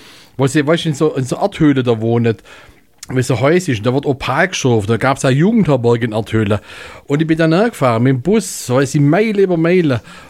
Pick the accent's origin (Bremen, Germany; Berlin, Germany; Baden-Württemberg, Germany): Baden-Württemberg, Germany; Ich bin dein italienischer Schwäbisch.